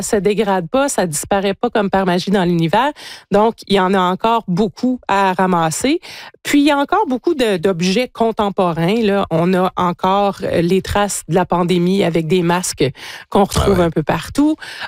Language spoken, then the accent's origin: French; Rimouski, Quebec, Canada; Donc, puis nous, à Rimouski, moi je viens de Rimouski, notre triste signature régionale, c'est des carcasses de voitures.